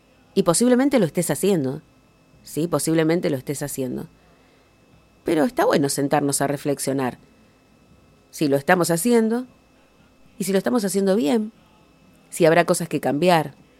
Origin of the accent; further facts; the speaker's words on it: Argentina; como argentinos hoy en día, nosotros abrimos pasos para otros.